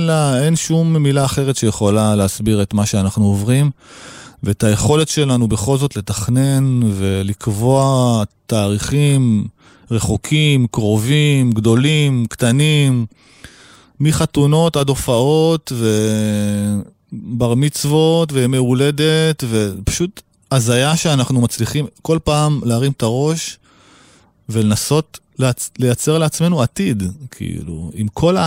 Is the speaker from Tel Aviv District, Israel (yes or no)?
yes; Tel Aviv, Tel Aviv District, Israel; אני גדלתי שם, החברים שלי משם, המשפחה שלי משם